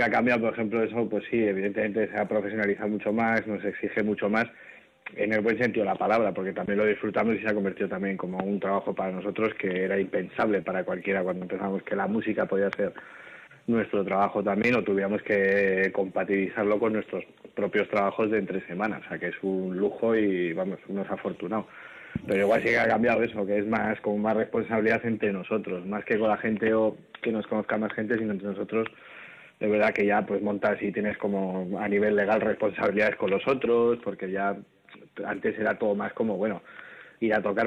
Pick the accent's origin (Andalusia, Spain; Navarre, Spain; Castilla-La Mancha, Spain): Navarre, Spain; Iturrama; de 8 miembros de hoy en día del grupo, es que 6 me parece que somos de Iturrama, del mismo instituto